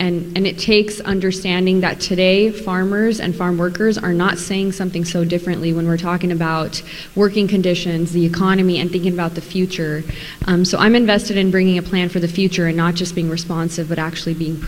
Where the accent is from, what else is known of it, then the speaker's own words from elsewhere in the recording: Bakersfield, California, United States; I found myself defending my hometown most times when I was away for school. And that is what drove me to want to serve my community to a deeper extent as well. I left to study city planning in grad school as well as public policy, and when I returned, I ran for Bakersfield City Council